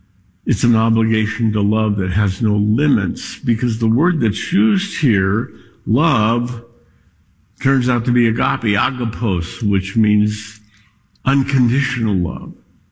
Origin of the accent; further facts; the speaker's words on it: Scotland, United Kingdom; I'm Scottish. My dad taught me to save everything.